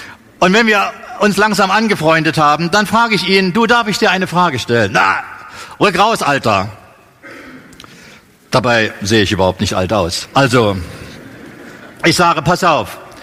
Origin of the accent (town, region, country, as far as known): Germany